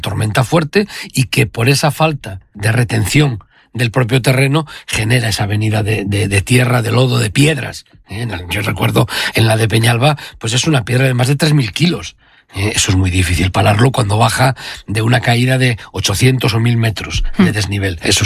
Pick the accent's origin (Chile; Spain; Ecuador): Spain; Bembibre, Castile and León; cuando salgo de Madrid y digo, me voy para mi tierra. Yo vivo en Bembibre. Bembibre no es un pueblo pequeño, pero allí estoy encantado de la vida.